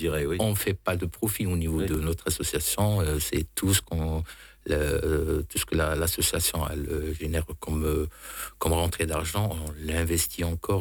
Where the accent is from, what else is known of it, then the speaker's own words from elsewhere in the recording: Algeria; moved away as an adult; now in France; Oui, je suis algérien, je suis en France dans le cadre des études.